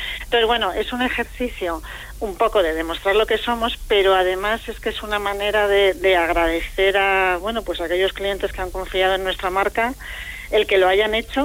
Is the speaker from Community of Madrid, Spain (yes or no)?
yes; Madrid, Community of Madrid, Spain; accent: castizo; igual me notas el acento un poco castizo porque soy de Madrid, soy de Madrid-Chamberí. O sea que madrileño.